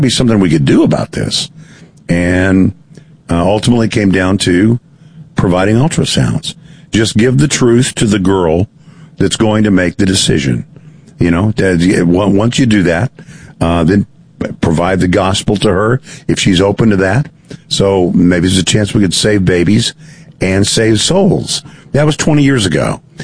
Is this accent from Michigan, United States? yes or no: no; Dallas, Texas, United States; I was born in Dallas. I'm a native Texan.